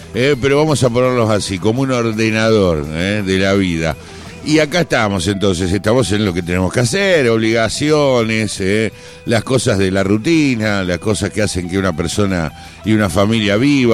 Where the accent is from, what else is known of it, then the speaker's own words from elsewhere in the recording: Argentina; nosotros, somos argentinos